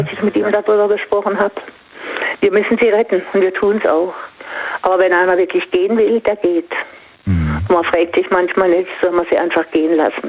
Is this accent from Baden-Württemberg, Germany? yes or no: yes; Singen, Baden-Württemberg, Germany; ich komme ja aus Singen